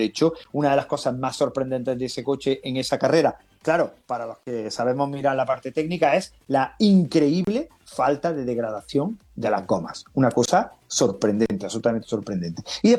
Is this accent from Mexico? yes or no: no; Spain; te puedes imaginar en mi país, ¿no? En España